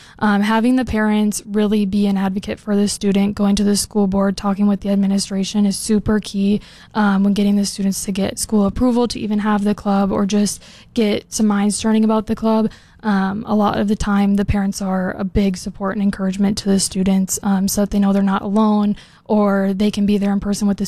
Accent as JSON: {"language": "English", "town": "Fairmount", "region": "North Dakota", "country": "United States", "tie": "born or raised there", "moved": "as an adult", "lives_now": "Fargo, United States", "said": "I grew up in Fairmont, North Dakota, and then I moved here to Fargo to study at North Dakota State University."}